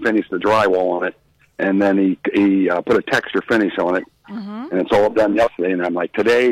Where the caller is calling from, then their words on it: Massillon, Ohio, United States; I live in Tigertown, Massillon.